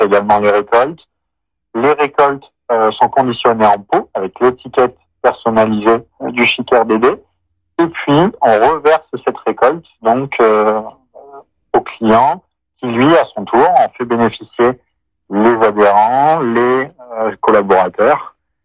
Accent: Saint-Aulaye, Nouvelle-Aquitaine, France; moi je suis natif de Saint-Aulay

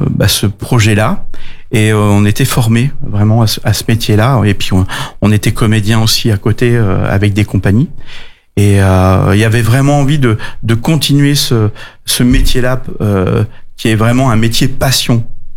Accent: France; also born or lived in Belgium; Moi, je suis français, elle est espagnole, et puis on avait envie d'entrer en France. Et nous sommes rentrés sur le secteur de la Dordogne

